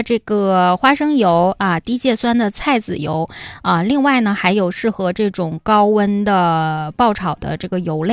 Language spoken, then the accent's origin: Chinese; Northeast China, China; 这就是我们东北人啊非常爱吃的、非常接地气的一种食物。